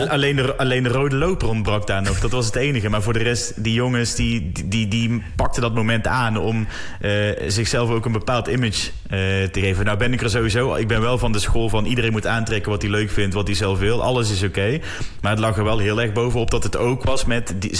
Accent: Netherlands

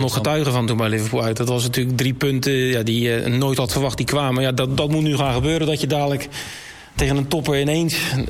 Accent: Netherlands; Wij als Nederlanders

